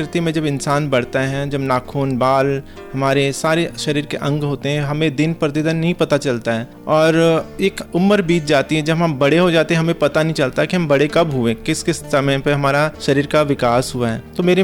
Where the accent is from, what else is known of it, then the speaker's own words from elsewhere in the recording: Chandigarh, India; also born or lived in Devprayag, Pauri Garhwal, Uttarakhand; चंडीगढ़ में ही रह रही हूँ, और मेरी जो सारी एजुकेशन है वो चंडीगढ़ में ही हुई है, और मेरा जो पालन पोषण है पंजाब यूनिवर्सिटी के कैंपस में ही हुआ है।